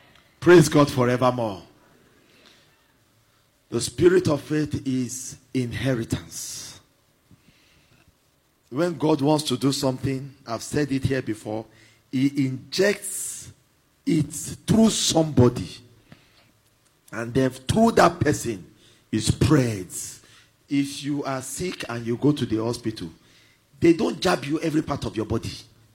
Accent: Ibadan, Oyo, Nigeria; When I was growing up, I grew up in University of Ibadan. There were giants in University of Ibadan.

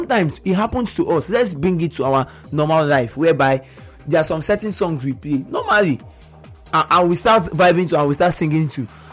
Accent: Argentina; I'm from Argentina.

